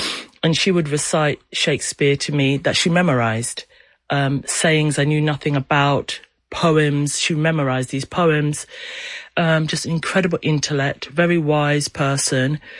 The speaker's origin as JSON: {"language": "English", "country": "Kenya", "tie": "born there", "also_born_or_lived": "Saint Kitts and Nevis", "said": "So my mum was from St. Kitts, which is why I ended up in St. Kitts. My dad's Kenyan. I was born in Kenya."}